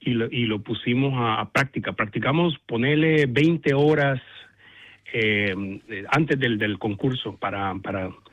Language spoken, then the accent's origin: Spanish; El Salvador; A mí, los platillos de mi región, yo soy del Salvador, y las pupusas son como el plato predilecto de los centroamericanos.